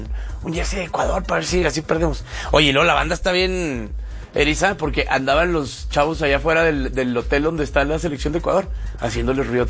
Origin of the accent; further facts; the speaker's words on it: Mexico; hoy somos más mexicanos que Juan Escutier